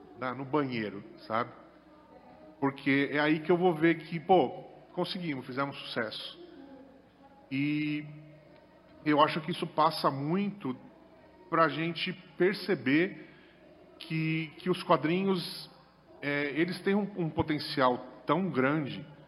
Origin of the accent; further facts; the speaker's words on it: Praia Grande, São Paulo, Brazil; Lá eu sou de Praia Grande, lá no edital do Paulo Gustavo e no PNAB são 3 vagas para obras literárias.